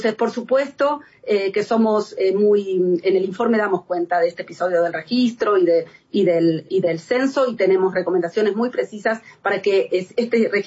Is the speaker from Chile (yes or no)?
no; Argentina; Vengo de Argentina